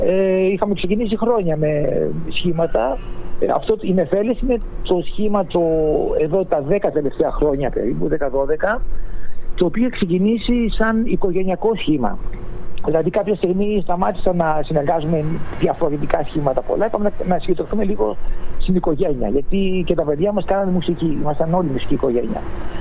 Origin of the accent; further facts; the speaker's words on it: Greece; moved away as an adult; now in Paris, France; Αφού είμαστε Έλληνες και κάνουμε και ελληνική μουσική